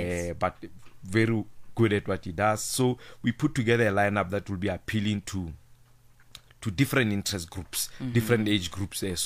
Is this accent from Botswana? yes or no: yes; Botswana; I'm from Botswana